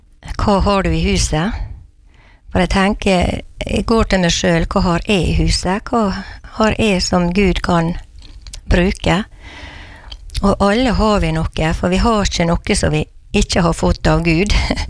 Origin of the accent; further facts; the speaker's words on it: Brattvåg, Møre og Romsdal, Norway; now in Ellingsøya, Norway; egentlig så er jeg fra Brattvåg, der jeg vokste opp.